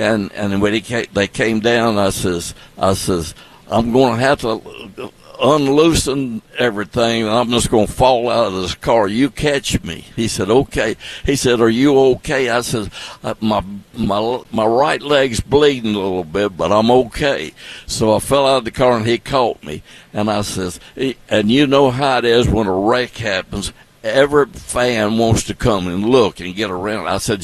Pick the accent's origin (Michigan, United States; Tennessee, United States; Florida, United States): Tennessee, United States; Nashville; I grew up in West Nashville.